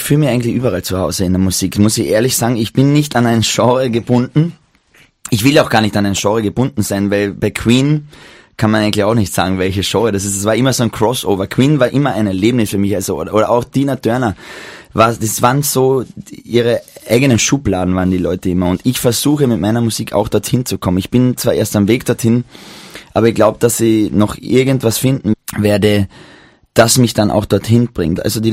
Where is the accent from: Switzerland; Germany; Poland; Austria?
Austria; Maria Saal, Carinthia; Das war nur zuerst ganz bei mir am Land, wo ich herkomme, in Mariasaal, also am Fuße von Magdalensberg, und dann in Klagenfurt